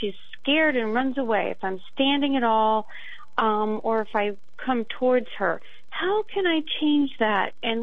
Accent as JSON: {"language": "English", "town": "Anchorage", "region": "Alaska", "country": "United States", "said": "I am from Anchorage, Alaska."}